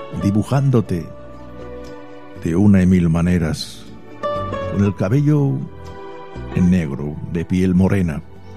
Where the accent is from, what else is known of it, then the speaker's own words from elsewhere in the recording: Region of Murcia, Spain; Y yo soy murciano por los cuatro costados, José.